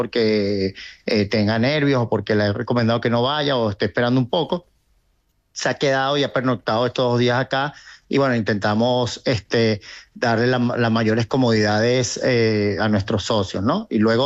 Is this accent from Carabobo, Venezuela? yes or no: no; Caracas, Capital District, Venezuela; also born or lived in Tenerife; yo nací acá, mis padres sí son de Tenerife y Cueva de los Vinos, yo tengo 55 años y nací acá, vivía allá en Tenerife un tiempo, pero toda mi vida la he pasado acá y como soy venezolano.